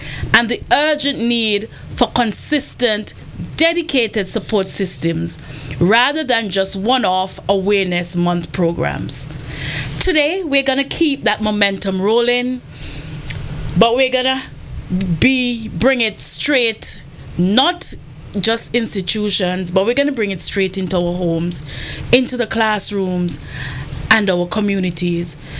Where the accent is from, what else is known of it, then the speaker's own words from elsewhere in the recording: Montserrat; now in Antigua and Barbuda; not forgetting my hometown, Montserrat